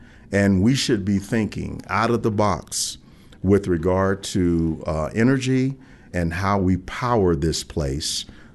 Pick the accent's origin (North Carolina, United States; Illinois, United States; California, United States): Illinois, United States; Chicago; now in Denver, United States; So I wouldn't say that about any other place, even though my hometown is Chicago.